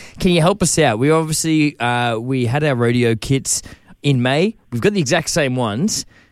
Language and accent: English; Sydney, New South Wales, Australia; now in Darwin, Australia; I'm from Sydney originally, right?